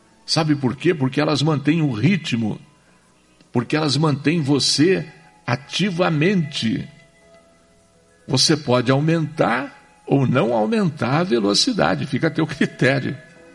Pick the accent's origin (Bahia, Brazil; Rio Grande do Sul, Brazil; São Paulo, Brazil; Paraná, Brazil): Paraná, Brazil; Santo Antônio da Platina; born there; Morei na fazenda do Valmor, lá na região ali de Santo Antônio da Platina. Morei lá na fazenda do Valmor, lá.